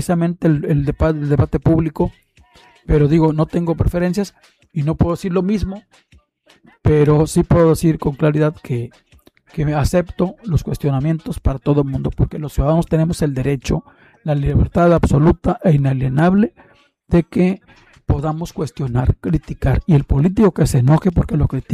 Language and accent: Spanish; Manzanillo, Colima, Mexico; Siempre orgulloso de mi pueblo, desde luego.